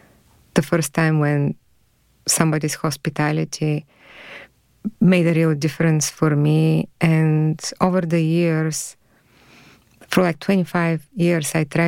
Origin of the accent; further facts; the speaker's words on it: Burgas, Burgas Province, Bulgaria; now in Kentucky, United States; I was born and raised in Bulgaria, and I grew up in the city of Burgas, which is on the Black Sea. And I lived in an apartment on the 8th floor